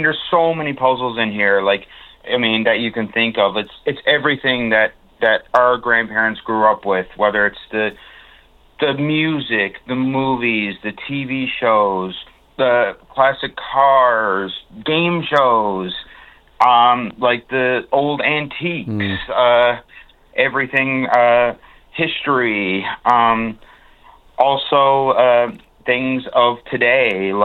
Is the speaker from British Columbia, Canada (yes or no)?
no; New Harbour, Newfoundland and Labrador, Canada; all of my memories growing up in New Harbor